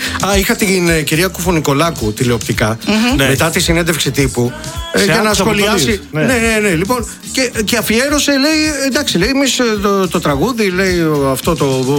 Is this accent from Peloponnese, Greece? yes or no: yes; Molaoi, Peloponnese, Greece; Guilty as charged που λένε και στο χωριό μου στους Μολάους.